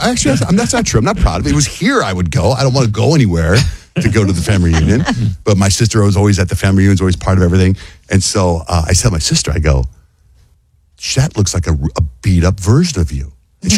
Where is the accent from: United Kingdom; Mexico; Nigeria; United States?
Mexico; So I grew up in Mexico. I have lots and lots of Mexican cousins.